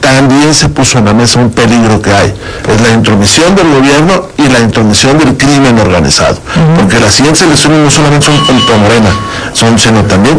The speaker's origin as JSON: {"language": "Spanish", "town": "Saltillo", "region": "Coahuila", "country": "Mexico", "moved": "yes", "said": "Se venden allá en Saltillo, es pan de pulque también. De esa fusión entre tlaxcaltecas y españolas, que es mi pueblo querido."}